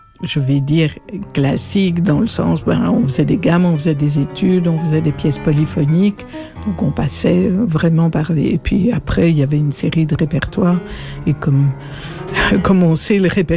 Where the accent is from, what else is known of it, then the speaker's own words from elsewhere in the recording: Belgium; Je suis belge, mais je suis d'origine suisse et arménienne … ma mère était suisse.